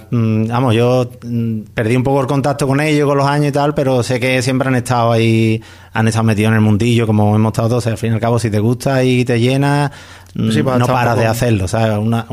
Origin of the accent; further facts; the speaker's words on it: Alcalá de Henares, Community of Madrid, Spain; allí en Alcalá está el barrio de Pablo VI y la barriada La Paz, que es de donde yo soy.